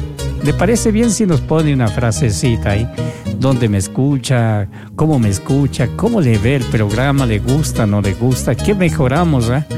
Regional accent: Ecuador; Los ecuatorianos acá en Ecuador, en Sudamérica, esto preferimos.

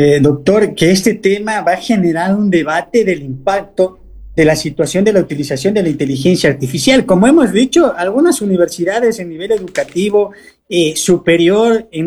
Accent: Argentina; quienes somos argentinos, ahí venían los argentinos, no sacamos esa nota jamás, dicen.

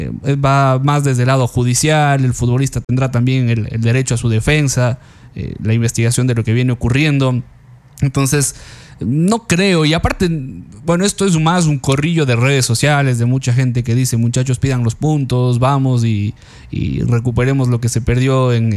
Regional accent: Ecuador; un partido que a nosotros como ecuatorianos nos interesa un montón

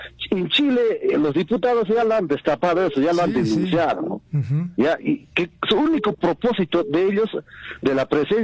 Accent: Peru

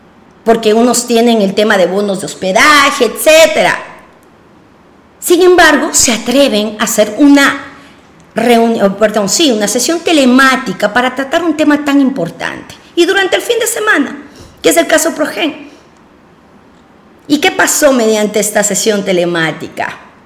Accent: Ecuador; como los ecuatorianos nos merecemos

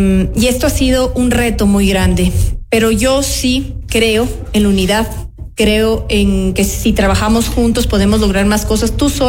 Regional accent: Quito, Pichincha, Ecuador; como quiteña, como ciudadana.

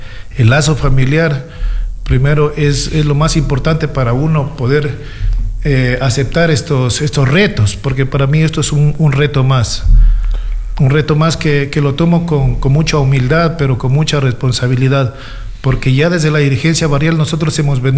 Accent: Loja, Ecuador; moved away; also born or lived in Spain; cuando nosotros migramos todavía en el sector donde yo soy del sector de la Alborada

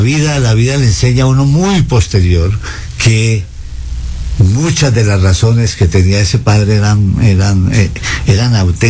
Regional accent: Colombia

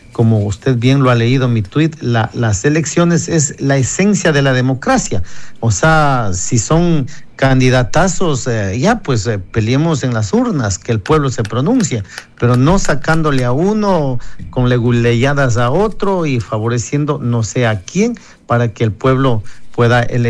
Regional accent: Sierra, Ecuador; born there; Soy ecuatoriano, nacido en suelo ecuatoriano

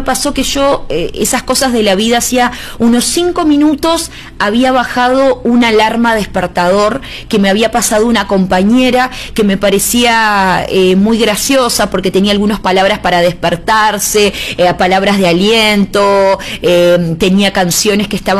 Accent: Uruguay; como uruguaya que soy, no tenía ni idea ni que la alarma me estaba anunciando un sismo

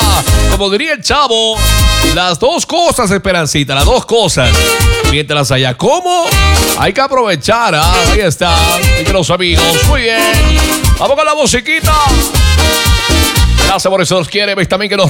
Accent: Ecuador; Así somos los ecuatorianos alegres. Así somos los ecuatorianos y bailadores.

